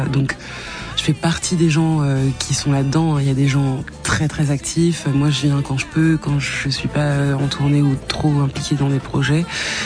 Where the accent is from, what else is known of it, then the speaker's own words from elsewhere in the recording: Lyon, Auvergne-Rhône-Alpes, France; Je suis née à Lyon et j'avais vécu qu'à Lyon jusque-là.